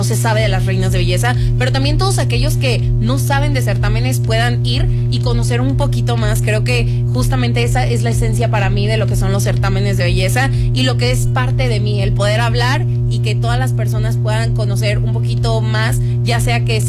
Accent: Guadalajara, Jalisco, Mexico; now in Aguascalientes, Mexico; verdad no soy de aquí de Aguascalientes, yo vengo de Guadalajara con el corazón de Michoacán.

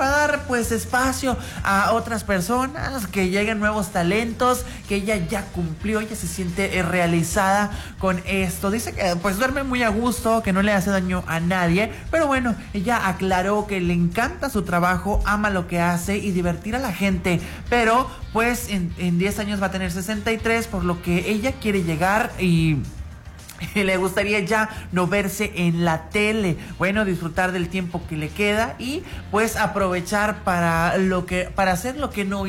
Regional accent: Mexico

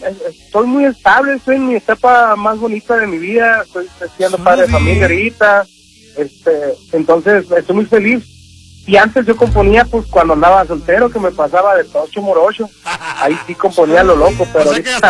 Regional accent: Hermosillo, Sonora, Mexico; No, yo soy de aquí de Hermosillo

